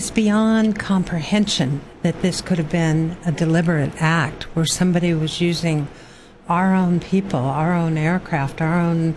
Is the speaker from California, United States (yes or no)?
yes; Central Valley, California, United States; I grew up in the Central Valley, and we, you know, everybody had little Cessnas and planes.